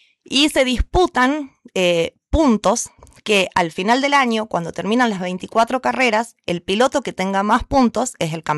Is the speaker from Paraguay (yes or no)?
no; Jujuy, Argentina; Sí, soy jujeña. Nací acá hace 43 primaveras, acá, en el centro.